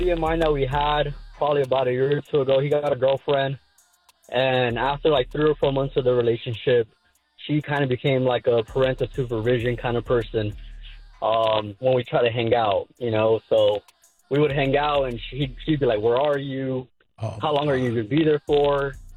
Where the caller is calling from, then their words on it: Los Angeles, California, United States; I'm calling from Van Nuys this morning.